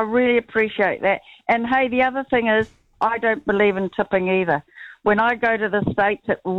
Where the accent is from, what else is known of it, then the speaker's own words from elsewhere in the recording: New Zealand; I used to say, oh, look, I'm from New Zealand. We don't believe in tipping.